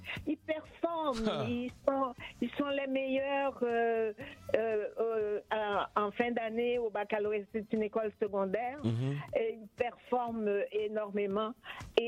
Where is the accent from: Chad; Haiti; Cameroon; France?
Haiti; Cavaillon, Sud; C'est une ville du sud d'Haïti. C'est ma ville natale.